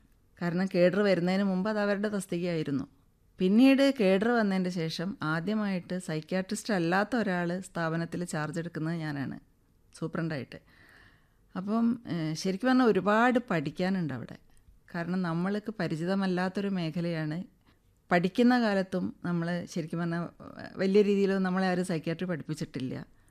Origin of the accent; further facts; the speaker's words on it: Kozhikode, Kerala, India; എൻ്റെ നാടാണ്, പിന്നെ ഞാൻ ജനിച്ചു വളർന്നത് കുതിരവട്ടം എന്നുള്ള പ്രദേശത്താണ്.